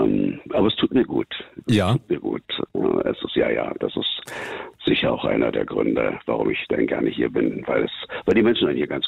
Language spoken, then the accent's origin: German; Berlin, Germany; now in Carinthia, Austria; aus Berlin bin ich.